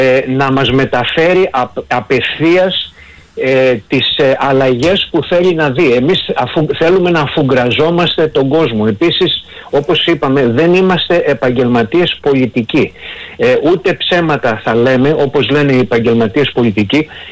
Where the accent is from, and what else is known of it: Greece